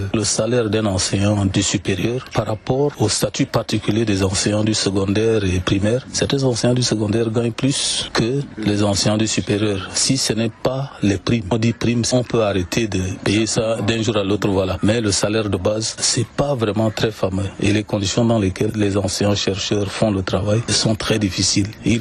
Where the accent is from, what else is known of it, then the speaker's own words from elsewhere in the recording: Doba, Logone Oriental, Chad; born there; moved away as an adult; also born or lived in Laï / Sarh / N'Djamena; J'ai commencé mes études primaires à l'école privée évangélique à Douba, puisque je suis né de parents chrétiens.